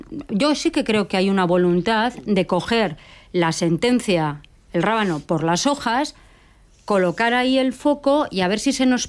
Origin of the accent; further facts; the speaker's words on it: Basque Country, Spain; Yo soy vasca.